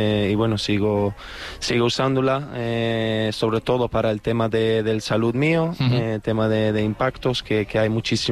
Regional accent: Serbia; born there; Spanish is a second language; also born or lived in Netherlands; el serbio como nací en Serbia, el alemán que lo aprendí en el colegio en Holanda

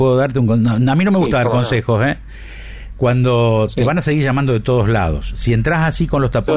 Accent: Rosario, Santa Fe, Argentina; soy de Rosario.

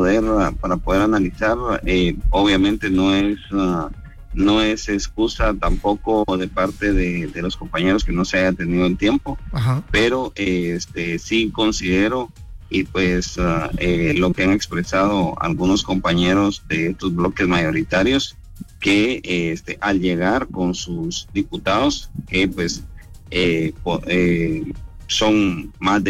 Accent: Guatemala; nosotros como guatemaltecos

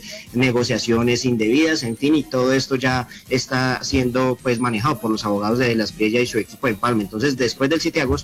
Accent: Galicia, Spain; Yo vengo de Galicia, ¿eh?

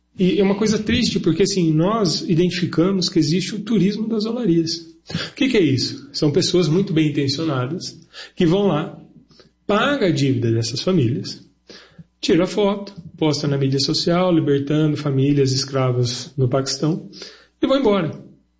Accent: Brazil; Eu, como um bom brasileiro, um bom apreciador de café

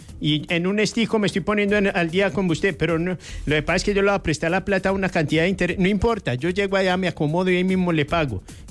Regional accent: Colombia; uno como buen colombiano

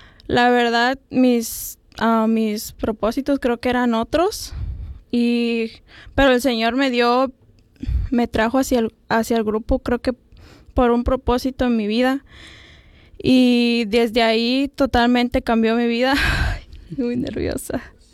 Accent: Mexico; moved away; hace como 2 años que llegué aquí a este país. Ya, yo soy de México.

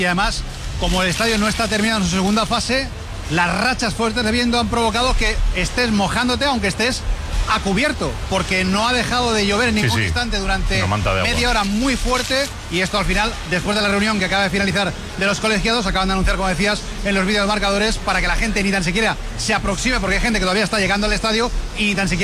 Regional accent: Alaquàs, Valencian Community, Spain; en mi pueblo, en Alacuás

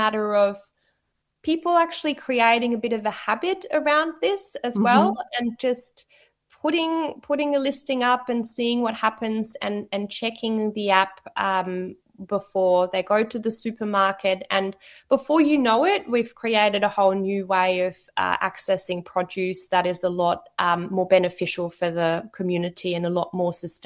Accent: Germany; English is a second language; now in Australia; so I grew up in Germany, and Germany always has been

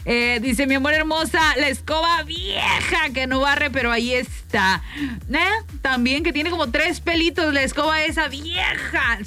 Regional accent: Mexico; cosas que como buen mexicano todos tenemos en casita

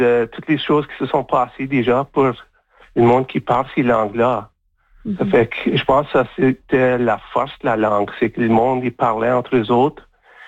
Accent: Saint-Laurent, Manitoba, Canada; first language French; also born or lived in Saint-Ambroise, Manitoba; Mon père était Métchif. Et puis, j'ai grandi dans... Ben, je suis né à Saint-Ambroise, c'est le lac Manitoba. Puis alors, je pense que j'avais 4 ans, on a déménagé à Saint-Laurent, sur le lac Manitoba aussi.

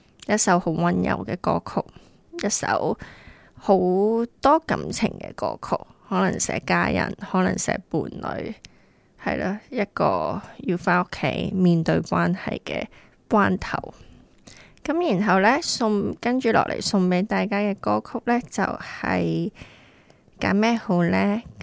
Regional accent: Hong Kong; 即系唔系因为我系香港人，所以特登播俾我听嘅

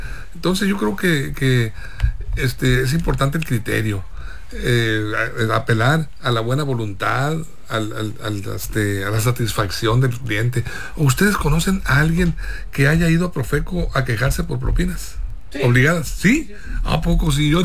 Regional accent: Guamúchil, Sinaloa, Mexico; en Guamúchil, Sinaloa, mi tierra

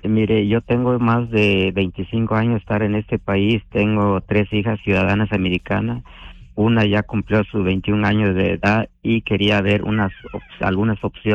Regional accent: Guatemala; Yo soy originario de Guatemala. Mi padre ya falleció, nomás mi madre está en Guatemala.

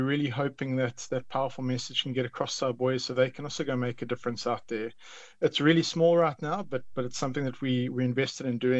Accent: South Africa; We are twinned with South Africa, and we are proudly South African.

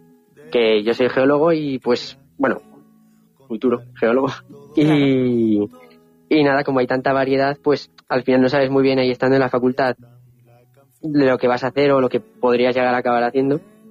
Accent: Maluenda, Aragon, Spain; yo como tenía el pueblo cerca, que mi pueblo es Maluenda

